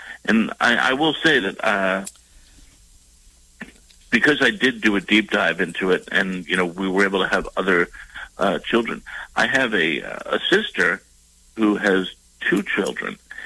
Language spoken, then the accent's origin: English; New York, United States; growing up in New York